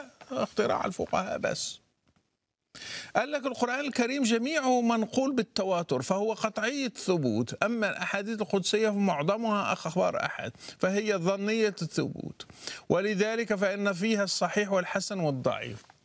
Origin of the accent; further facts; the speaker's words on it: Morocco; بس إحنا كمغاربة هتلاقي في المغرب اللي بيسمى المغرب العربي ما بنعترفش بالإعجام